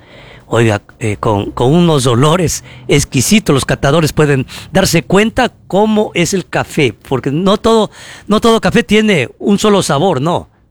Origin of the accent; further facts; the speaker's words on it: Palanda, Zamora-Chinchipe, Ecuador; el café de mi tierra, el café Mayu, el café de Palanda.